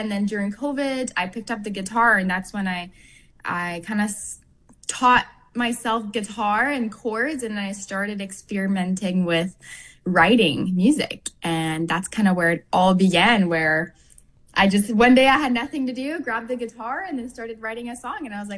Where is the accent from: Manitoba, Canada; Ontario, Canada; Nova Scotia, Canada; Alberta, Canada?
Manitoba, Canada; I mean, I'm French Canadian. So in our roots and in my blood, there's like the fiddle, like the trad French music.